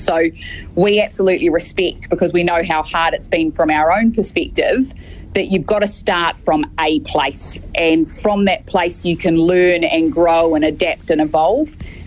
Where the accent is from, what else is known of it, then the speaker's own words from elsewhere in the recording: Auckland, New Zealand; So I grew up out in West Auckland.